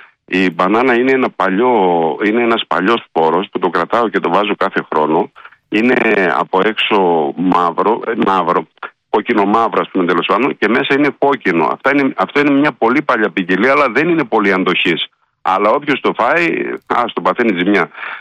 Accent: Neo Agioneri, Central Macedonia, Greece; Η γιορτή αυτή γίνεται στο χωριό μου, το Νέο Αγιονέρι Κιλικής, που βρίσκεται 30 χιλιόμετρα δυτικά της Θεσσαλονίκης. Είμαστε Καπαδόκες και είμαστε εδώ και 100 χρόνια φυτεύουμε καρπούζια.

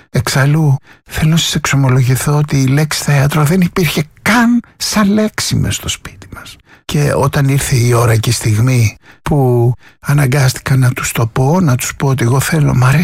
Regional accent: Chania, Crete, Greece; born there; Στα Χανιά.

